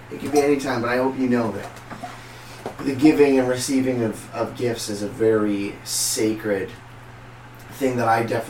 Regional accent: Edmonton, Alberta, Canada; moved away; I'm from Edmonton originally.

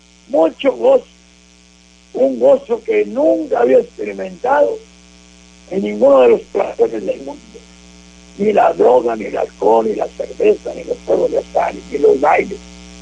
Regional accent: Río Bravo, Tamaulipas, Mexico; yo soy del pueblo de Río Bravo. Yo viví en Río Bravo, en la enfrente de la plaza principal de Río Bravo. Ahí vivieron mis padres, ahí vivimos.

